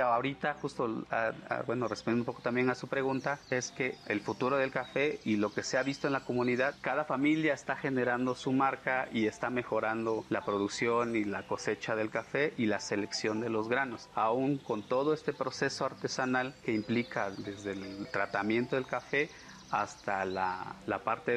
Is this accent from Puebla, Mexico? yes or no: no; Tanetze de Zaragoza, Oaxaca, Mexico